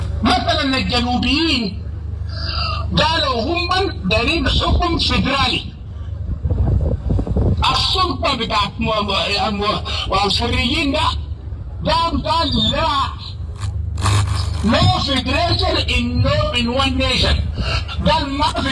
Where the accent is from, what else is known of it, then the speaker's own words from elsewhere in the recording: Sudan; كلنا كسودانيين بقطاعاتنا المختلفة بدياراتنا المختلفة بثقافاتنا المختلفة